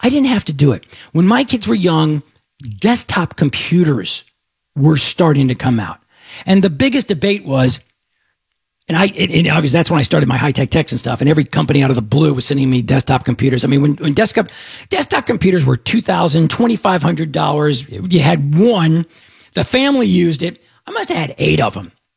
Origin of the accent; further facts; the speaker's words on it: Dallas, Texas, United States; growing up in Dallas, and Houston didn't have 7-Elevens, maybe at least not back in the day.